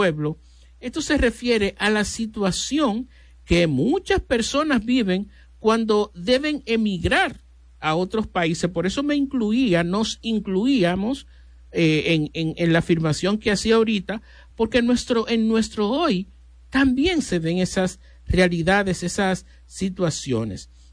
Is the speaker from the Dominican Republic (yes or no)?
yes; Dominican Republic; nosotros mismos también, como dominicanos